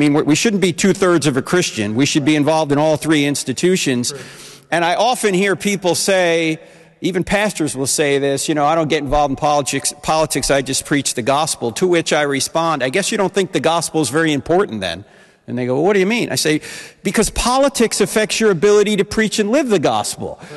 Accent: New Jersey, United States; I was brought up Catholic because I'm from New Jersey

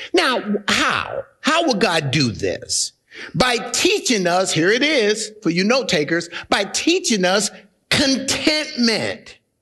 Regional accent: Gary, Indiana, United States; also born or lived in California

